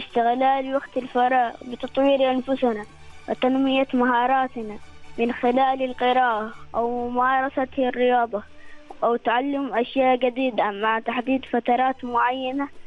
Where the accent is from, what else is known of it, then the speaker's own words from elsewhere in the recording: Salalah, Dhofar, Oman; من صلالة.